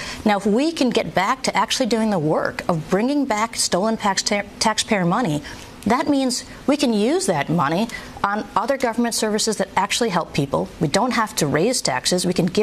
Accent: New York, United States; born there; I was born in New York. I love this place. I want to see it thrive.

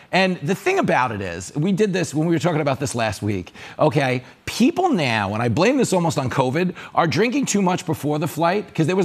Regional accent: New York City, New York, United States; As a New Yorker

